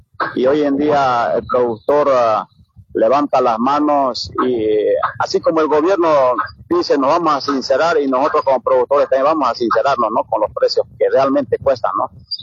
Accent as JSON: {"language": "Spanish", "country": "Bolivia", "said": "no somos seres de otro lugar ni de otros países, somos de Bolivia mismo y del pueblo mismo"}